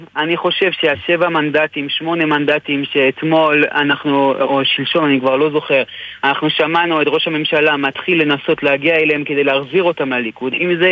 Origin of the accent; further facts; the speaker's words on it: Canada; גדלנו בקנדה ודיברנו על הוקי, לא דיברנו על, לא ידענו בכלל מה זה וורלד קאפ, לא ידענו בכלל מה זה.